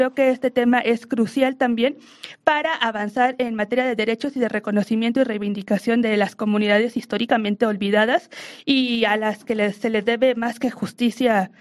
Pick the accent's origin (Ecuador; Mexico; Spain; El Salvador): Mexico